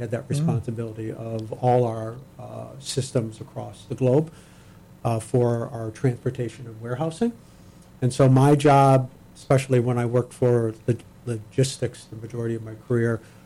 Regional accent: Michigan, United States; also born or lived in Ohio; But I was raised in Michigan

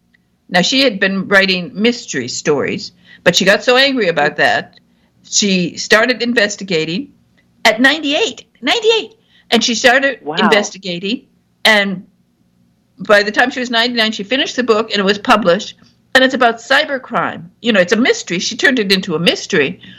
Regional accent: Michigan, United States; I'm from Northern Michigan

